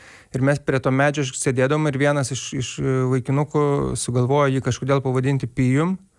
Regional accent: Ukmergė, Vilnius County, Lithuania; kai aš augau Ukmergėjai

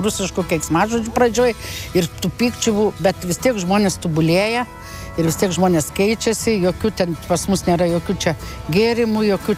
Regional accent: Samogitia, Lithuania; Mes žemaičia, aš ne visai esu žemaitė, bet žemaičia mes turim tą savo tokį užsispyręs kaip žemaitis.

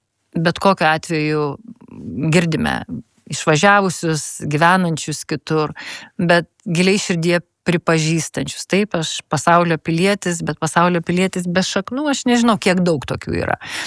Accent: Kaunas, Kaunas County, Lithuania; also born or lived in Vilnius; Aš kaunietė, Kaune, ant asfalto.

